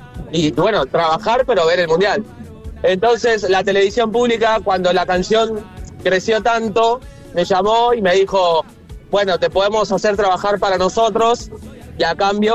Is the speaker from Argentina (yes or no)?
yes; Villa Gobernador Gálvez, Santa Fe, Argentina; now in Buenos Aires, Argentina; Yo no soy rosarino, gracias también por el espacio para decirlo, porque la gente, claro, dice, ah, sos de Central, sos de Rosario. Y no, soy como un caso medio extraño. Vivo en Buenos Aires, tengo familia en Villa Gobernador Gálvez, que compartí muchísimos años de mi infancia